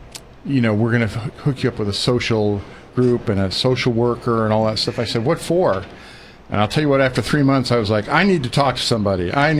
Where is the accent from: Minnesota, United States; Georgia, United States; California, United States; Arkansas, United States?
California, United States; Orange County; I grew up in Orange County between two Marine bases, a jet fighter base and a helo base